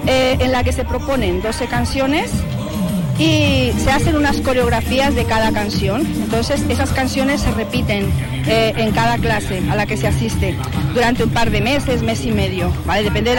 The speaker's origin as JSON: {"language": "Spanish", "country": "Colombia", "moved": "yes", "said": "yo soy de Colombia"}